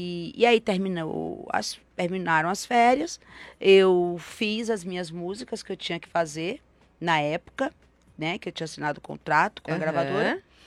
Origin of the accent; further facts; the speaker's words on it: Bahia, Brazil; Eu já tinha feito algo regionalmente na Bahia, que eu sou baiana.